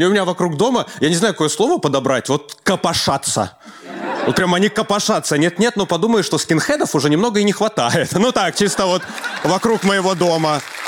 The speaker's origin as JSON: {"language": "Russian", "country": "Belarus", "moved": "yes", "lives_now": "Moscow, Russia", "said": "Я из Беларуси, мне 37 лет исполнилось"}